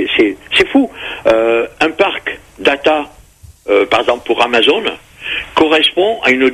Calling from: Paris, Île-de-France, France; moi j'habite à Paris, donc là je suis retraité depuis déjà 10 ans.

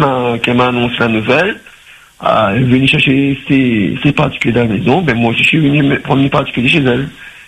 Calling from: Saint-Denis, Réunion; Je suis de Saint-Denis. Je ouais. suis de type métissé créole.

